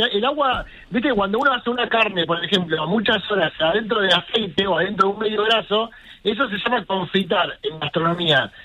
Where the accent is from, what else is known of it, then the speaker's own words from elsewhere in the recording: Bahía Blanca, Buenos Aires Province, Argentina; Yo cuando era chico en Bahía Blanca, que no teníamos un sobre partido al medio, y que mi vieja cocinaba y le ponía huevo